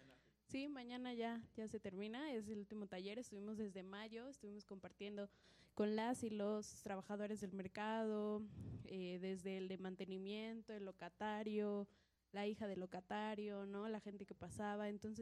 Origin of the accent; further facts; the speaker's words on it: Mexico City, Mexico; nosotros somos ahí de Michuca